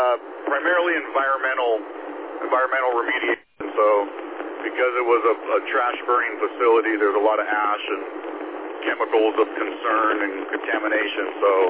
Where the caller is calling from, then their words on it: Anaheim, California, United States; I'm from Anaheim.